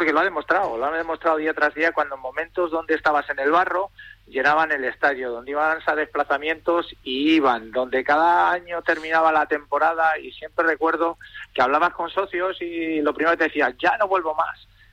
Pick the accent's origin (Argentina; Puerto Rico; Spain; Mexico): Spain; Madrid, Community of Madrid; now in A Coruña, Spain; creo que soy más coruñés que madrileño ahora, por el tiempo que llevo ya en la ciudad